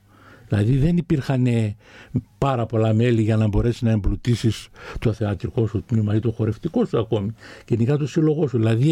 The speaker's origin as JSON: {"language": "Greek", "country": "Greece", "first_language": "Pontic Greek", "said": "Ναι, φυσικός ομιλητής. Δηλαδή έτσι. Εγώ γεννήθηκα μιλούσα ποντιακά."}